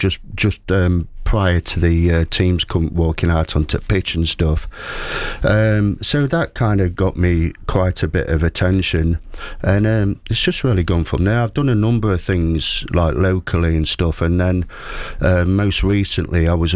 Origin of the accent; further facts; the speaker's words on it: Mansfield, East Midlands, United Kingdom; I've been recognised as a writer, and I'm obviously from Mansfield.